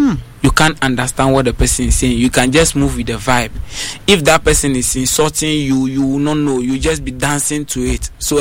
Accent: Volta, Ghana; I'm from Volta. So I just did one song in Ewe.

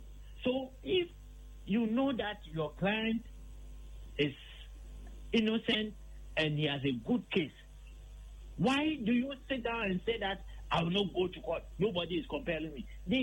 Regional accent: Ghana; Winston, when I listen to what is going on in the air in Ghana, I don't feel like being a Ghanaian.

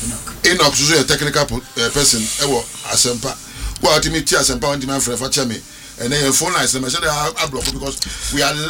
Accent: Nyesu, Ghana; My hometown people, they came and played match in Accra.

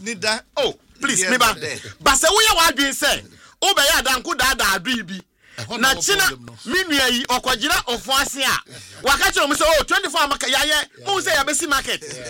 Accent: Abomosu, Eastern Region, Ghana; Honorable, I'm from Abomosu in the eastern region.

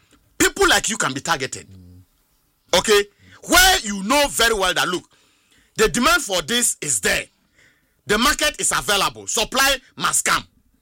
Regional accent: Abomosu, Eastern Region, Ghana; Honorable. I'm from Abu Musu in the eastern region.

